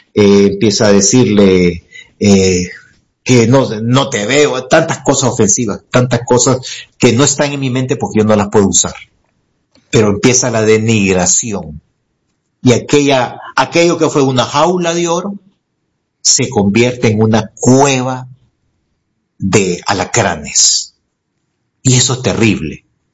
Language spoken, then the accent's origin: Spanish; Honduras; moved away; Nosotros somos la cenicienta de Centroamérica.